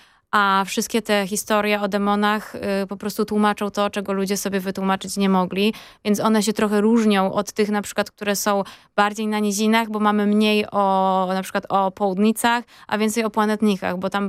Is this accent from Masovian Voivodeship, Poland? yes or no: no; Kraków, Lesser Poland, Poland; Wychowywałam się w Krakowie, tak.